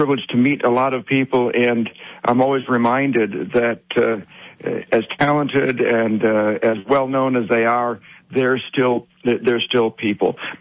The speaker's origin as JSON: {"language": "English", "town": "Grand Rapids", "region": "Michigan", "country": "United States", "tie": "born or raised there", "said": "the idea that he would be in my hometown"}